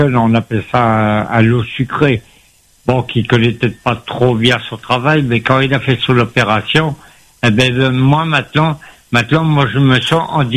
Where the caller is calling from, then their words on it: Trois-Bassins, Réunion; j'habite dans les Hauts à Trois-Bassagnes. Et excusez-moi mon accent.